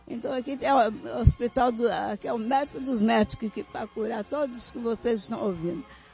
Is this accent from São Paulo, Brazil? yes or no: no; Duque de Caxias, Rio de Janeiro, Brazil; eu vim de Duque de Caxias.